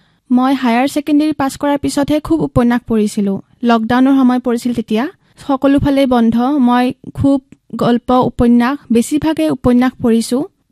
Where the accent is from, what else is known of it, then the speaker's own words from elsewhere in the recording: Sualkuchi, Assam, India; নমস্কাৰ, মোৰ ঘৰ শুৱালকুছিত, শুৱালকুছি গাঁৱৰ শ্ৰীহাটীত। মই স্কুলীয়া শিক্ষা সমাপ্ত কৰিছোঁ গণেশদাস হাইস্কুলৰ পৰা।